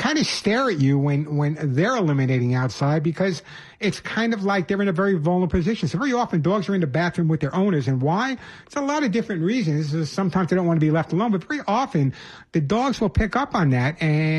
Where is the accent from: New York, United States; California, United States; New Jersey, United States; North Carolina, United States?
New York, United States; Bronx; When I was growing up in the Bronx